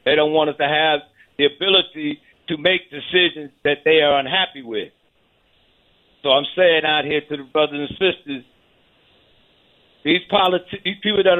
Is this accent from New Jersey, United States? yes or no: yes; New Jersey, United States; I'm originally from New Jersey.